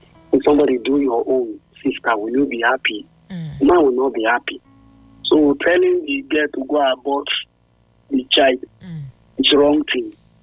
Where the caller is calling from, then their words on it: Umuahia, Abia, Nigeria; I'm calling from Umuahia.